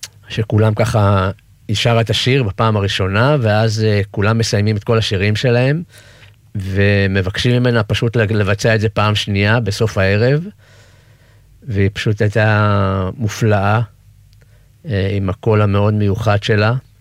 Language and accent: Hebrew; Tel Aviv, Tel Aviv District, Israel; גדלנו בדרום תל אביב, באזור שכונת יד אליהו. לא אנשים עם הרבה מאוד אמצעים, אבל היה בבית המון המון אהבה